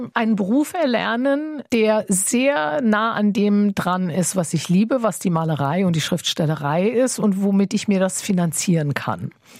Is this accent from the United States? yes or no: no; Iran; now in Germany; als Iranerin wollte ich gerne eine andere Seite des Irans immer zeigen